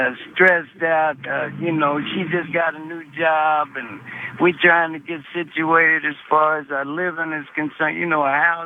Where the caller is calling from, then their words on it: Florida City, Florida, United States; I'm calling from Florida City, Florida.